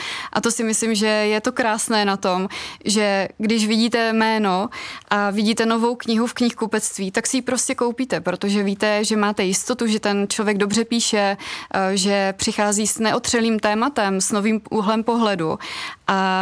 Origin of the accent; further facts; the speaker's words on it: České Budějovice, South Bohemian Region, Czechia; now in Brno, Czechia; my Brňáci, já se teďka taky považuji už jako za Brňáka, mám tam trvalé bydliště, ale zároveň srdcem jsem pořád Budějčák.